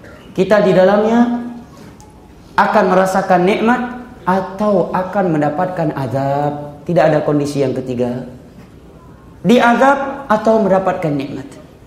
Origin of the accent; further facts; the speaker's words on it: Pidie Jaya, Aceh, Indonesia; di daerah saya terjadi sepertiga akhir malam sebelum waktu subuh di Pidijaya.